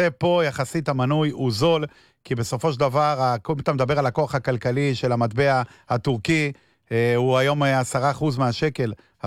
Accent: Kiryat Yam, Haifa District, Israel; אני גדלתי בקירת ים, להורים לא עשירים, ואבא שלי ידו לא הייתה מסגת בשביל לתת לי מנוי יקר

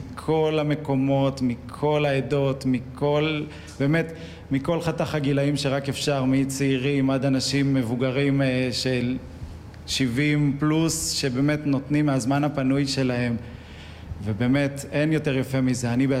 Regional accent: Kibbutz Yagur, Haifa District, Israel; born there; אני מקיבוץ יגור, אני בן 40, אני נולדתי פה

